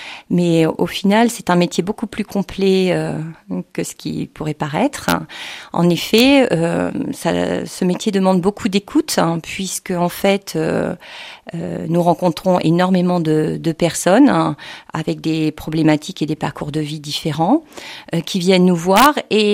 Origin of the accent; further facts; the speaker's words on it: Centre-Val de Loire, France; Je suis originaire du Loir-et-Cher et j'exerce depuis de nombreuses années en Touraine.